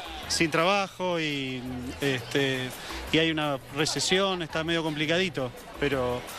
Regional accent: Argentina

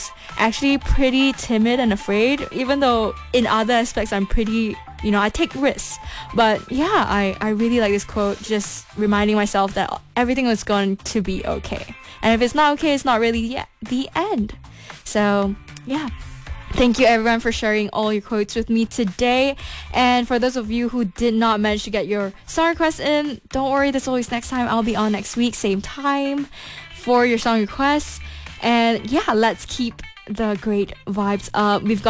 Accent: Malaysia; we are Malaysian, right?

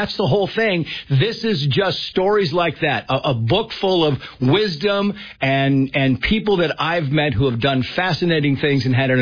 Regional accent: Mammoth, United States; because that was my hometown.

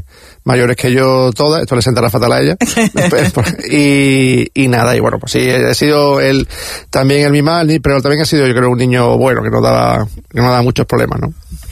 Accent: San Pedro Alcántara, Andalusia, Spain; also born or lived in Málaga; al final nací en Málaga, estuve un par de días y nada, a San Pedro, donde mi familia, mi padre pues se ubicó después de venir de Sevilla a trabajar en el sector de la hostelería, de la hotelería, y nada, desde ahí pues sanpedreño de segunda generación.

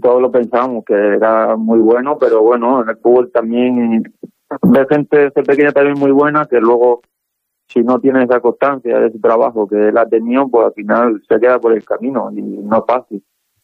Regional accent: Talayuela, Extremadura, Spain; soy de Talayuela, de siempre, es mi pueblo.

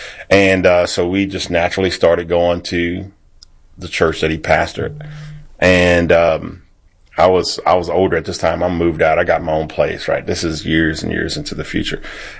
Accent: Baton Rouge, Louisiana, United States; I'm from Baton Rouge, Louisiana. So gumbo, jambalaya, Cajun food, all that good stuff.

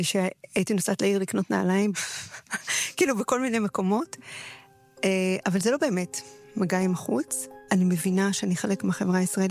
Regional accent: Haifa, Haifa District, Israel; born there; moved away; also born or lived in Jerusalem; גדלתי בחיפה, בקריאת ויז'ניץ. קהילה חמה מקסימה, ואז עברנו לירושלים. בהתחלה לסנדרי, אחרי זה לסורוצקין, ואני תמיד רואה את עצמי כמישהי מסורוצקין.

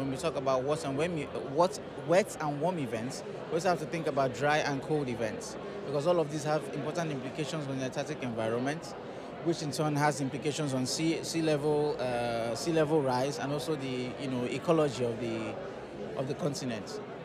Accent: Nigeria; English is a second language; now in Hobart, Australia; I'm Nigerian. I am with the University of Tasmania.

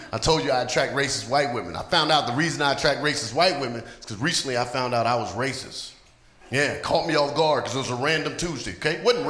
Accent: the South, United States; I'm from the South. I'm like, a white girl shining my

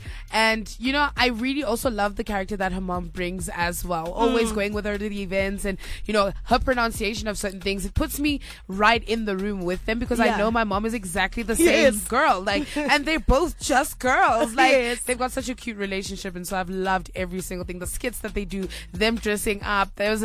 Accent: South Africa; we're South African.

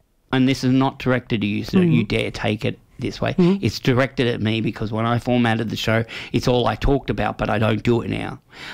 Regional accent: England, United Kingdom; moved away; I'm a pommy

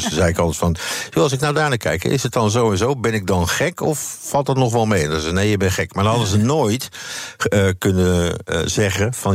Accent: Netherlands; Het mooiste wat je als Nederlander, als commentator mee kan maken.

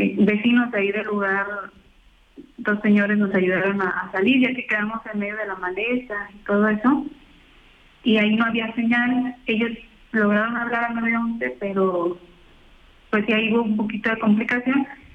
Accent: Ciudad Acuña, Coahuila, Mexico; also born or lived in Monterrey, Nuevo León; yo sí soy originaria de Monterrey, pero yo vivo en Acuña, Coahuila. Toda mi vida he vivido en Acuña, Coahuila, que precisamente venía de Piedra Negra, Coahuila, aquí a Monterrey.

